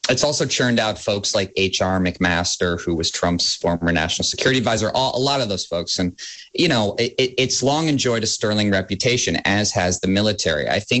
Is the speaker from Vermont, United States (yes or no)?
yes; Vermont, United States; my girlfriend and I found a house in Barnet, just a few miles from where I grew up in the Northeast Kingdom.